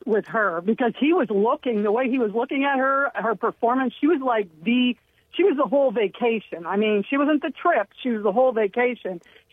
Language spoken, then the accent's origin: English; Aurora, Ohio, United States; And I followed bands like … because I grew up in Aurora.